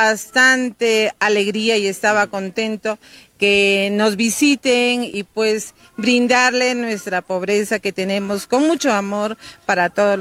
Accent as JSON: {"language": "Spanish", "town": "Chuquisongo", "region": "La Libertad", "country": "Peru", "said": "Yo soy, le digo, de Chuquisongo. Ah, la tierra de los bravos, me dicen."}